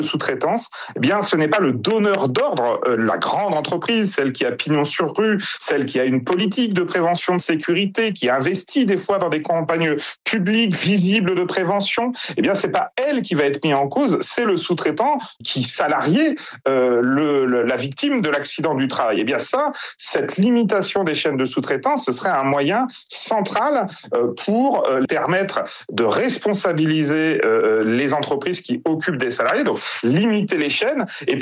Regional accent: Grand Est, France; moi je viens de la Marne

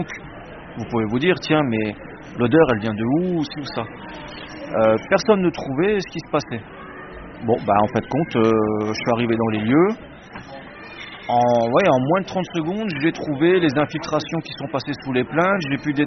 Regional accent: France; Chez nous, en France

